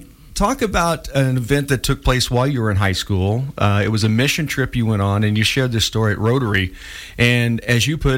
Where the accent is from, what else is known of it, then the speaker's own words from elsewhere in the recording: Missouri, United States; I grew up in Missouri. There weren't the geeks and the meatheads and the jocks.